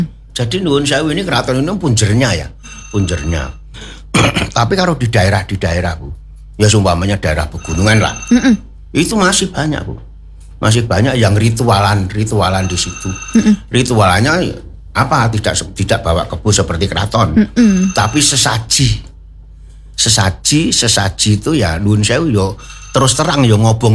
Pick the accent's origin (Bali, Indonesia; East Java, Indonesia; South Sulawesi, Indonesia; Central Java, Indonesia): Central Java, Indonesia; Boyolali; Saya kan orang Boyolali. Jadi Merapi, Merbabu, sampai Batur, Selongsor, Selondur, itu sesajinya mesti tumpeng Tunggorono.